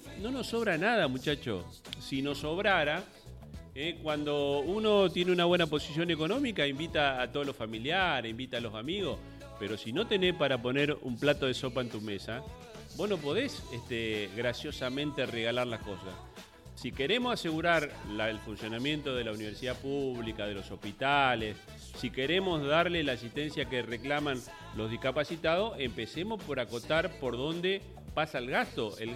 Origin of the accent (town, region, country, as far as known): Argentina